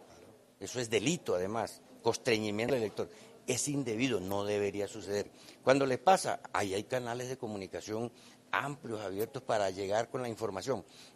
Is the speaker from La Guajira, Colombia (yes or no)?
yes; San Juan del Cesar, La Guajira, Colombia; yo soy de San Juan del Cesar, que es la mata mundial de los compositores.